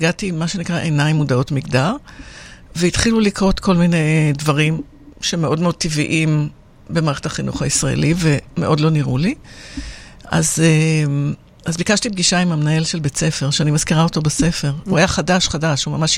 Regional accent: Tel Aviv, Tel Aviv District, Israel; also born or lived in Hong Kong; אני תל אביבית. גדלתי רוב חיי בתל אביב. חייתי בחול כמה סבבים. חייתי, הסבב האחרון היה 6 שנים בהונג קונג.

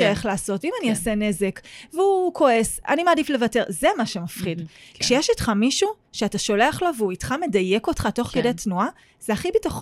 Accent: Ashkelon, Southern District, Israel; אני מגיעה מבית דתי, 6 שנים ראשונות יסודי, למדתי בבית ספר חילוני, בית ספר אומניות באשקלון, היחידה מבין האחים שלי.

